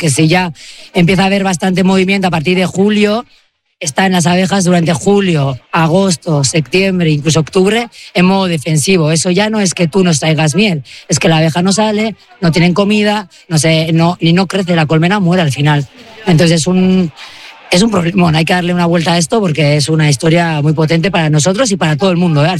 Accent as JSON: {"language": "Spanish", "region": "Basque Country", "country": "Spain", "said": "De Archantales, en Carterri."}